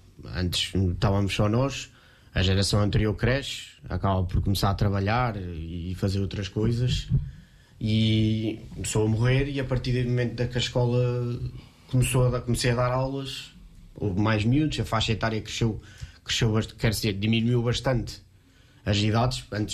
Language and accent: Portuguese; Aveiro, Centro, Portugal; born there; tenho 27 anos, nasci em Aveiro.